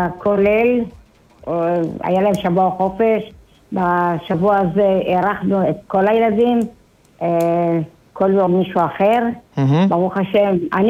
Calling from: Tel Aviv, Tel Aviv District, Israel

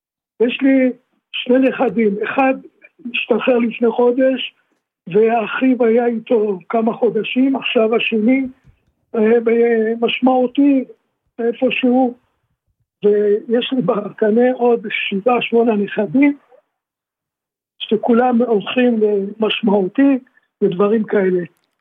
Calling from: Beersheba, Southern District, Israel; אני באר שבעי

